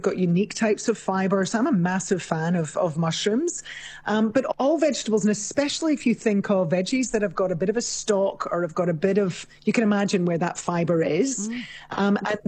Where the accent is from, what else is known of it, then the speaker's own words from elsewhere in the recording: Scotland, United Kingdom; I'm Scottish originally, of course, so I grew up eating oats.